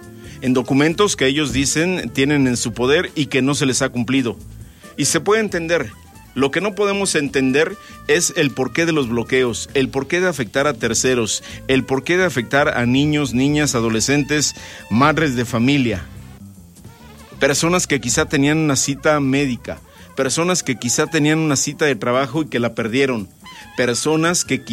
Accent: Morelos, Mexico; como morelenses, como mexicanos

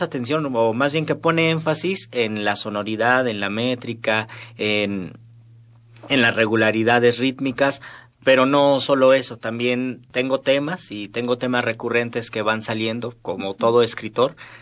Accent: Mexico City, Mexico; accent: Mexico City; Si uno va al norte, dice, por supuesto que tienes un acento de la Ciudad de México, pero porque uno ya lo sistematizó, ya lo incorporó, no se da cuenta.

